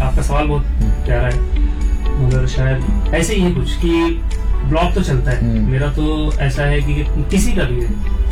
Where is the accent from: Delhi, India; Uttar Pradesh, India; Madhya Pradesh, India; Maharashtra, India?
Uttar Pradesh, India; Lucknow